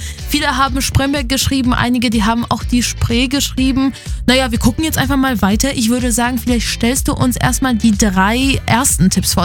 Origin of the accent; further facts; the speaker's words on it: Poland; moved away; ich komme ja aus Polen